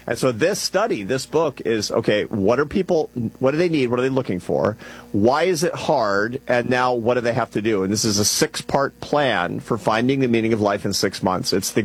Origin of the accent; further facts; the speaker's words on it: United States; I'm an American